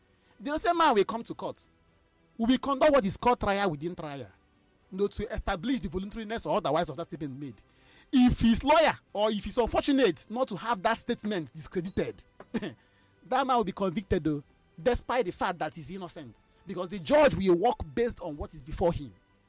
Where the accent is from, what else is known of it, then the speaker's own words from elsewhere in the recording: Amechi, Enugu State, Nigeria; I'm from Amechi.